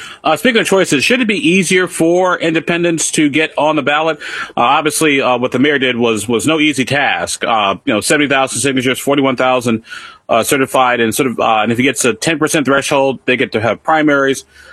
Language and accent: English; Illinois, United States; now in Indiana, United States; I'm an Illini because I'm from Illinois. I mean, just 74 miles up the road.